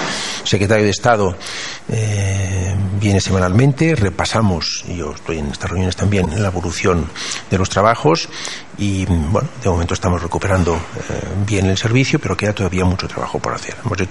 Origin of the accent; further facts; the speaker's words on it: Catalonia, Spain; los catalanes somos españoles